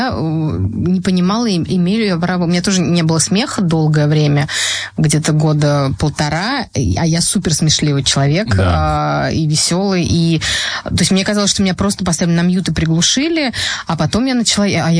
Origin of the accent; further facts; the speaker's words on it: Russia; я россиянка